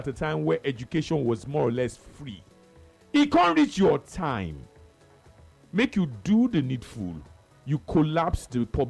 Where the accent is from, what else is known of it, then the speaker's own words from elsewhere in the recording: Nigeria; You just look at the Naira and ask yourself how much you can actually spend as a Nigerian on food.